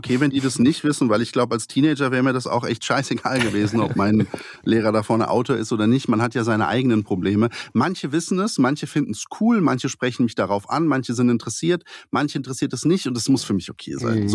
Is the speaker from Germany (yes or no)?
no; eastern Poland, Poland; Und wir sind überhaupt nicht aus Schlesien, also wir kommen aus dem Osten, aus dem Osten, Osten, ja. Wir sind da, wo Mitteleuropa endet.